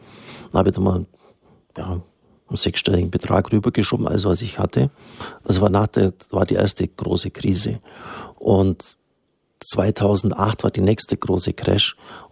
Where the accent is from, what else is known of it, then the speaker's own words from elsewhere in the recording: Swabia, Germany; bin ja auch ein Schwabe